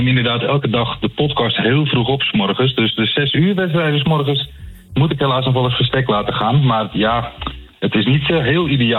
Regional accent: Netherlands

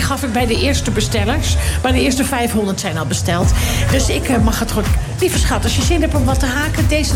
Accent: Alkmaar, North Holland, Netherlands; born there; moved away; Het is mijn geboortestad.

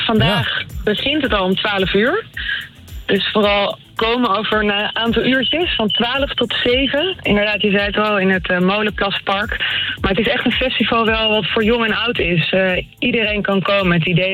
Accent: Haarlem, North Holland, Netherlands; we zijn toch Haarlemmers

